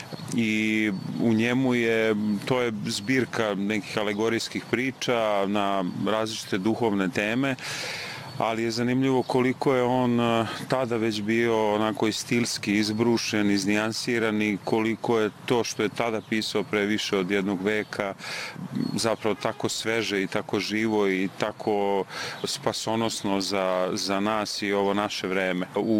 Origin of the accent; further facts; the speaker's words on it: Žiča, Šumadija and Western Serbia, Serbia; i sam sam poreklom iz Žiče gde je on episkopstvovao